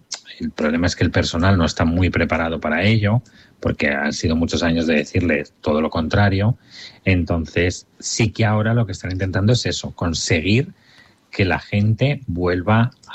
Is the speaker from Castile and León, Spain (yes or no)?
no; Madrid, Community of Madrid, Spain; also born or lived in Barcelona; Pero con el tiempo se vinieron a Madrid y yo nací en Barcelona, pero creo que esto ya lo hablamos la otra vez.